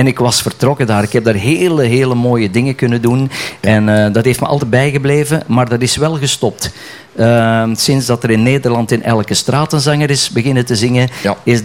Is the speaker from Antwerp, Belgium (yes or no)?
yes; Essen, Antwerp, Belgium; Ja, maar ik woon aan de grens. Ik ben geboren in Essen. En Essen ligt tegen de Nederlandse grens. Roosendaal, Breda, dus helemaal in de kop van België.